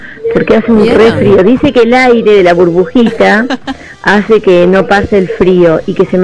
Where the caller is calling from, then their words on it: General Pacheco, Buenos Aires Province, Argentina; de Pacheco.